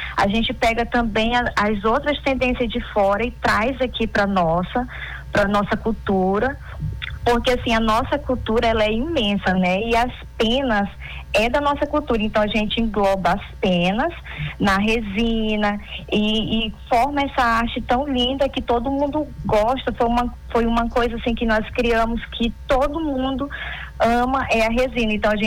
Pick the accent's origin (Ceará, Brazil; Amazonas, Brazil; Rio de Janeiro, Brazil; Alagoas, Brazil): Amazonas, Brazil; moved away as an adult; now in Manaus, Brazil; Eu sou do interior do Amazonas. Ah. Eu cheguei aqui em Manaus procurando oportunidade de emprego